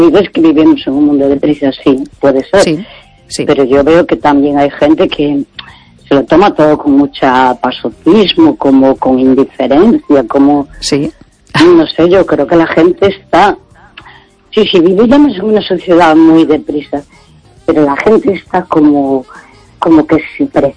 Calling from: Santiago de Compostela, Galicia, Spain; de Santiago

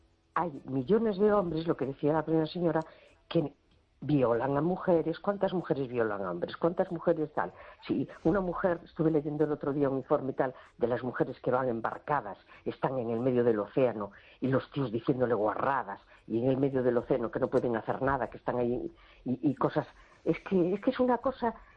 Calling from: A Coruña, Galicia, Spain; de La Coruña.

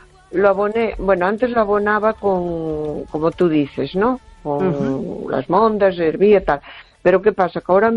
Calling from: A Coruña, Galicia, Spain; de Coruña.

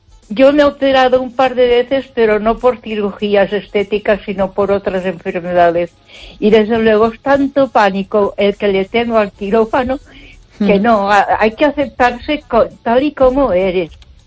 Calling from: Ponferrada, Castile and León, Spain; de Ponferrada.

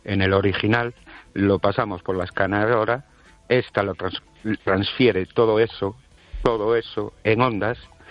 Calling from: Brens, Galicia, Spain; de Brens.

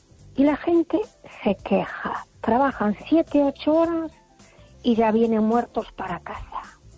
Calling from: A Coruña, Galicia, Spain; de Coruña

